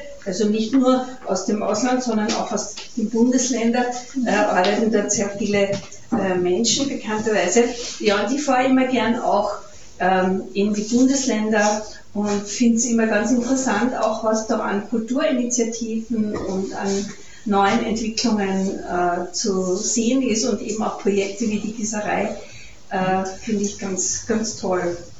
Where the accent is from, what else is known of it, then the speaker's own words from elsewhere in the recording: Carinthia, Austria; now in Vienna, Austria; Ich lebe in Wien, wie die Juli schon gesagt hat, aber ich bin keine Wienerin, ich bin eine Kärntnerin, komme aus einer Stadtbezirkshauptstadt, die ungefähr so groß ist wie Ried